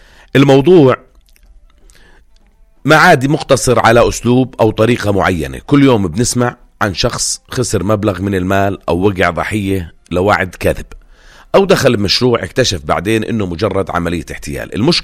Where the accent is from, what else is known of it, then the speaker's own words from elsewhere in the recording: Jordan; إحنا كمجتمع أردني معروفين بالطيبة والثقة الزايدة بالناس